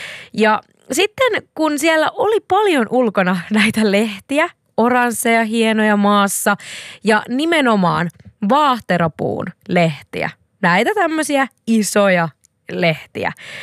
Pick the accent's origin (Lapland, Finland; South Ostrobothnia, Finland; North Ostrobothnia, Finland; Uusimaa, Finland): South Ostrobothnia, Finland; Seinäjoki; Seinäjoelta, mistä olen kotoisin, tarkemmin ottaen Nurmosta